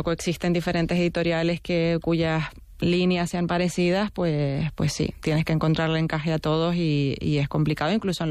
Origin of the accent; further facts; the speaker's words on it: Canary Islands, Spain; Como buena canaria, pero agosto fuera de Madrid a poder ser, claro